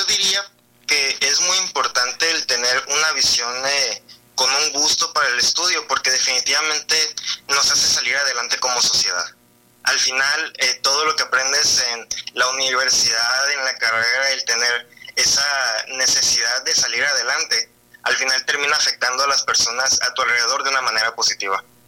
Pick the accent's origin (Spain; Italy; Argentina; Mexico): Mexico; Ciudad Obregón, Sonora; Sí, sí, sí, yo soy de Ciudad Obregón, nacido aquí.